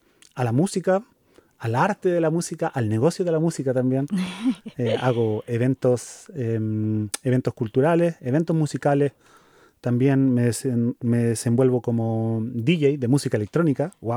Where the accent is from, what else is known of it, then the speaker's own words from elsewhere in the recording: Chile; moved away as an adult; now in Tübingen, Germany; Yo vengo de Chile y también llegué a este lugar hace cerca de 9 años atrás.